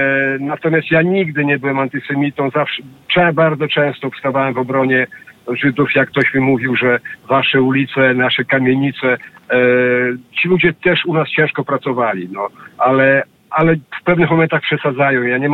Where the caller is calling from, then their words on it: Brussels, Brussels-Capital Region, Belgium; witam ze słonecznej Brukseli … z Brukseli.